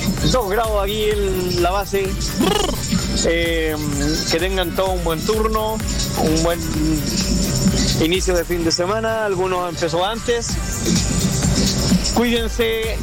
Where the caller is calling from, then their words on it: Concón, Valparaíso, Chile; de Concón.